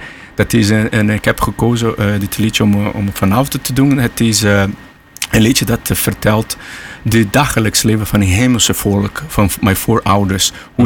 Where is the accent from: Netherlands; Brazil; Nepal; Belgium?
Brazil; Amazon; Dit is een liedje dat vertelt hoe ik ben opgegroeid in de Amazone, hoe is daar een kind zijn.